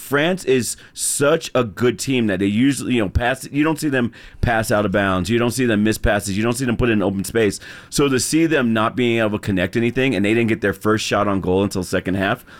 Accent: United States; as an American

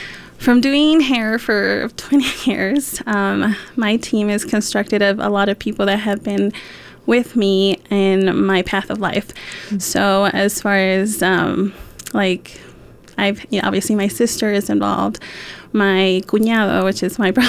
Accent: Utah, United States; I was raised in Utah County

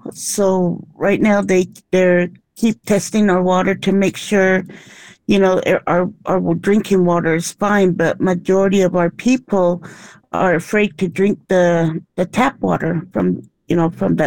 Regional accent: White Mesa, Utah, United States; I'm from White Mesa, Utah, a Ute little reservation, just, 15 miles south of Blanding, Utah.

